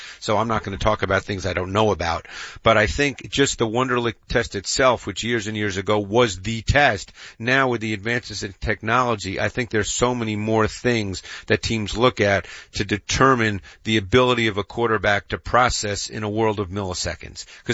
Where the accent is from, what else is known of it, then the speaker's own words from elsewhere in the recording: Queens, New York, United States; Cause I grew up in Queens, Anita. I know you're a Florida girl, but I grew up in Queens and not a lot of high schools in New York City have football.